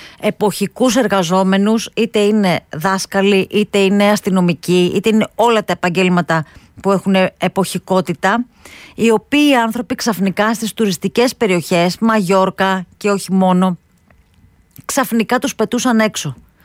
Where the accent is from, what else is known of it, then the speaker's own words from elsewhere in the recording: Greece; εμείς για παράδειγμα ως Έλληνες